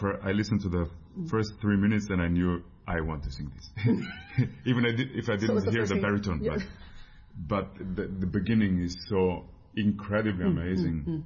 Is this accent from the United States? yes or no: no; Trentino-Alto Adige, Italy; first language Ladin; English is a second language; Exactly. Ladin is my first language. It's my mother tongue. But only 30,000 people speak this language, and it's a bunch of dialects. We don't have a standard language. It exists, but nobody speaks it.